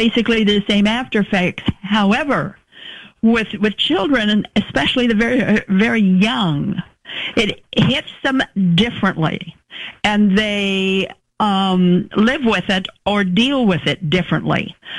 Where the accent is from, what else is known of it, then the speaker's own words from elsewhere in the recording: Idaho, United States; moved away; back in Idaho, I come from Idaho, state of Idaho.